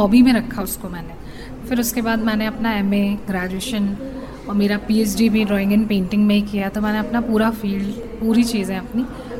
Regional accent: Bhopal, Madhya Pradesh, India; और मैं भोपाल से हूँ।

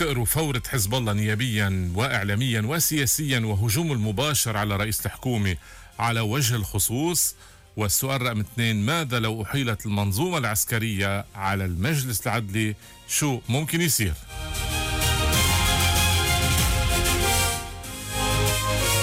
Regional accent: Lebanon; يعني نحن حاليا بزمن مش بس نحن عم نراقب كلبنانيين العالم كله عم براقبنا.

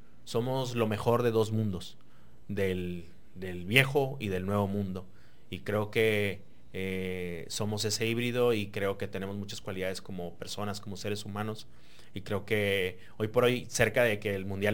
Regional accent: Mexico

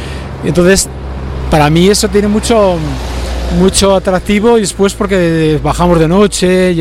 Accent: Lubián, Castile and León, Spain; nosotros que somos lobos de Lubián

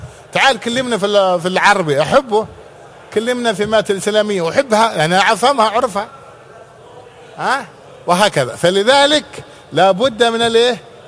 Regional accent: Hadhramaut, Yemen; نحن عندنا في حضرموت

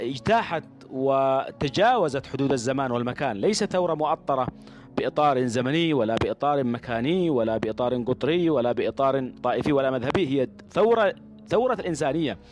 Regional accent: Yemen; نحن اليوم اليمنيين

